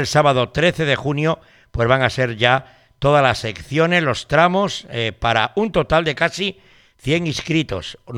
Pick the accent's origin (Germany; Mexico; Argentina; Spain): Spain; Periedo, Cantabria; born there; en mi pueblo, en Periedo.